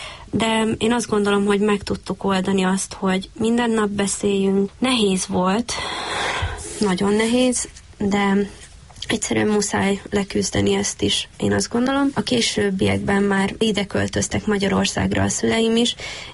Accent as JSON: {"language": "Hungarian", "region": "Zakarpattia Oblast", "country": "Ukraine", "moved": "as an adult", "lives_now": "Hungary", "said": "Mivel Kárpátaljáról származom"}